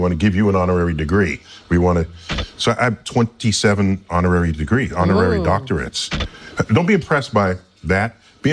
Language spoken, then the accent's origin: English; New York City, New York, United States; And I grew up in the Bronx